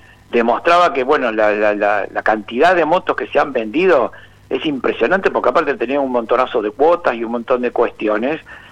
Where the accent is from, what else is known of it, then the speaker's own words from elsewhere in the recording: Argentina; en Argentina, yo hablo de Argentina